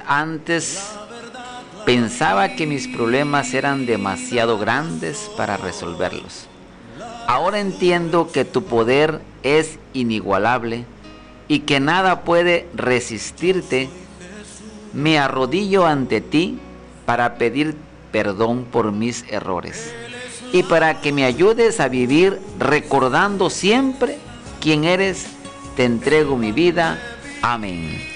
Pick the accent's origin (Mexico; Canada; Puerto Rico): Mexico; y yo creo que todos como mexicanos quisiéramos que siguiera, ¿no?